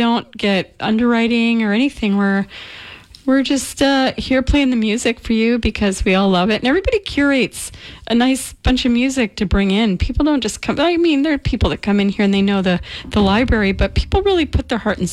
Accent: Ontario, Canada; I am from Ontario.

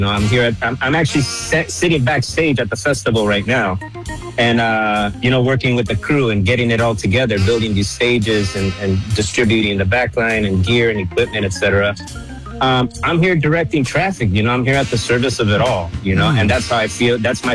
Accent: San Jose, California, United States; And now I'm here at San Jose, you know, first time in my life working in San Jose. And I'm from San Jose.

